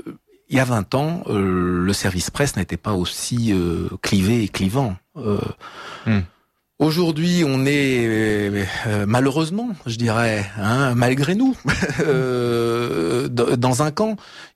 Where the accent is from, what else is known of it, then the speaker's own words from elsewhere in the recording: Centre-Val de Loire, France; born there; Vous voyez, moi, mes départements de prédilection, je suis né dans le Cher, mais c'est l'Indre, la Nièvre.